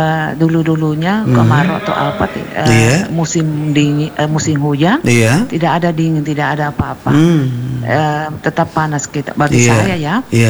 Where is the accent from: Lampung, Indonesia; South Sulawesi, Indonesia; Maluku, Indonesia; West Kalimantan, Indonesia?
South Sulawesi, Indonesia; Maros; Paling parah memang di kampungku di Maros juga.